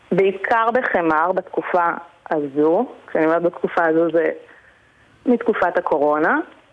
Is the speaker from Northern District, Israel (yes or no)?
yes; Ashdot Ya'akov, Northern District, Israel; אני באה מעמק הירדן, מאשדות יעקב.